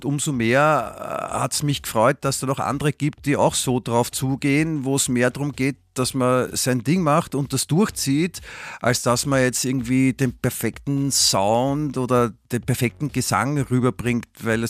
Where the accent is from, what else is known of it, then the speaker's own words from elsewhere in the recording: Stuttgart, Baden-Württemberg, Germany; born there; und ich bin ja in Stuttgart geboren